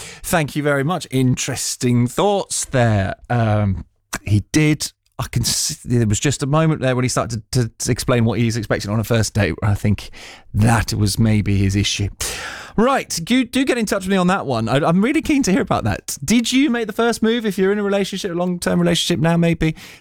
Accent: South West England, United Kingdom; I'm not from London, I'm from the southwest.

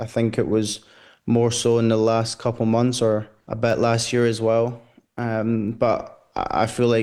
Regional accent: Glasgow, Scotland, United Kingdom; I'm born and raised in Glasgow, and yeah, I certainly feel that I'd want to play for Scotland.

